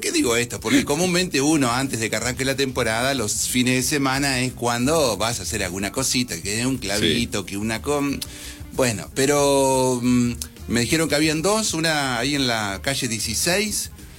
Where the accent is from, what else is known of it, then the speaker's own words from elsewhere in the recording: Patagonia, Argentina; nosotros somos Patagonia.